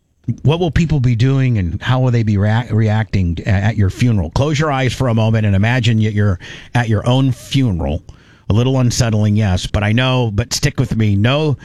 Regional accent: Indiana, United States; My idea of a great vacation is going to Indiana. And going back to my hometown and seeing my friends

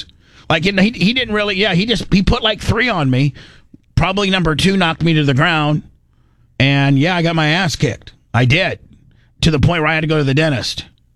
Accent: Midwest, United States; I was just a regular kid growing up in the Midwest

